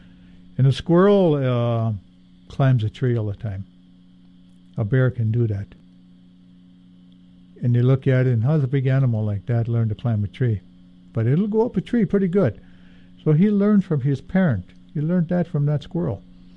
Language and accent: English; Hoonah, Alaska, United States; My people originally came from the Glacier Bay area, but I grew up in the Isis Straits and Hoonah, as well as Excursion Inlet.